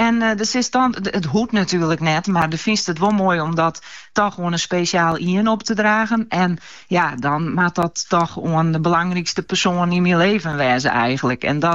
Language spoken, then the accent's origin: Dutch; Ameland, Friesland, Netherlands; Want ik bellen en ik zei … En dat scheelt al een heel een.